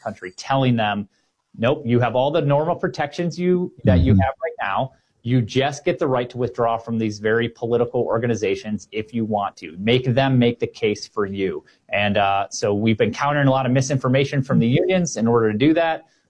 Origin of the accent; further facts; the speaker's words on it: Illinois, United States; But if you were from like my home state of Illinois, where my parents, you know, my dad was a school teacher